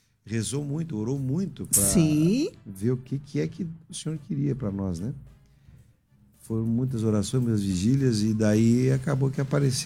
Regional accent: Curitiba, Paraná, Brazil; moved away as an adult; now in Telêmaco Borba, Brazil; Eu e minha esposa somos de Curitiba.

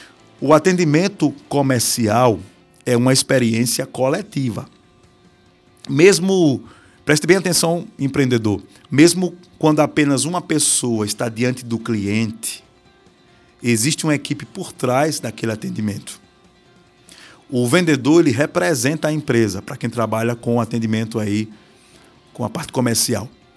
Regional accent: Lagarto, Sergipe, Brazil; born there; moved away; also born or lived in Aracaju; Logo quando a gente veio morar em Lagarto. Eu nasci em Lagarto, mas eu morava em Aracaju e voltei para cá.

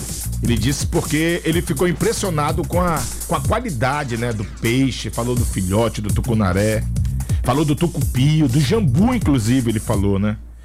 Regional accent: Brazil; moved away; also born or lived in United States; Cara, eu sou brasileiro, raiz, com muito orgulho, com muito amor.

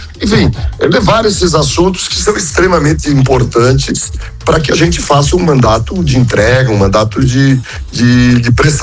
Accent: Blumenau, Santa Catarina, Brazil; Porque eu sou de Blumenau, né? Então, nós aqui em Blumenau sofremos todas as intempéries

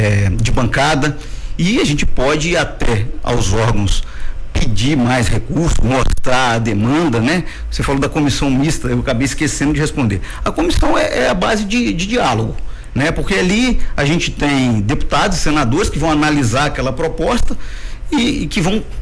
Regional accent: Muriaé, Minas Gerais, Brazil; Sou uma pessoa nascida e criada em Muriaé

